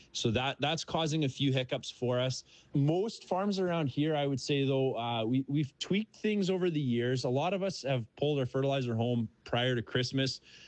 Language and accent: English; Elm Creek, Manitoba, Canada; I'm a farmer from Elm Creek, Manitoba, Canada.